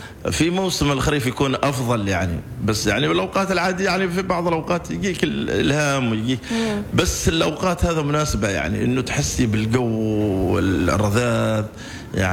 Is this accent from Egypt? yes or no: no; Oman; هذا شيء يشرفنا كلنا كعمانيين